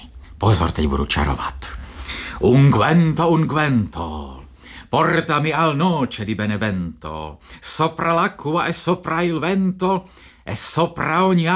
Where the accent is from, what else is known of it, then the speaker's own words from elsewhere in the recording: Bohemia, Czechia; u nás v Čechách máme znevýhodněný sever